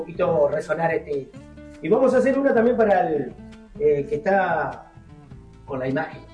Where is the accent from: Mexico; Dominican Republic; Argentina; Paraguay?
Argentina; nosotros somos todos argentinos